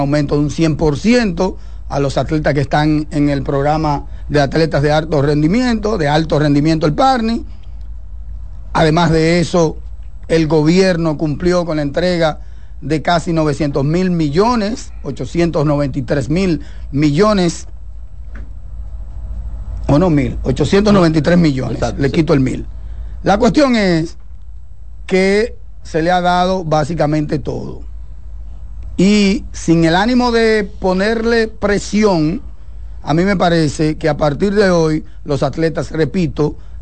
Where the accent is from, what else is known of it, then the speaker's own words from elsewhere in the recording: Dominican Republic; somos una República Dominicana muy atrevida en ese sentido